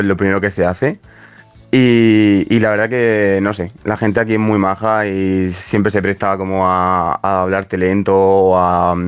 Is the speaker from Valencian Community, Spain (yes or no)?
yes; Bigastro, Valencian Community, Spain; Sí, yo soy de Bigastro. No sé si lo conoceréis. Es un pueblecito